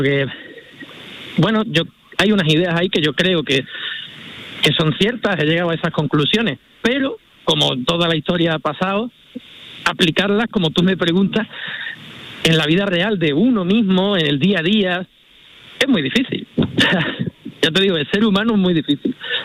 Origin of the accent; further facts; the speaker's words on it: Andalusia, Spain; tengo un amor muy profundo por Doñana, por mi tierra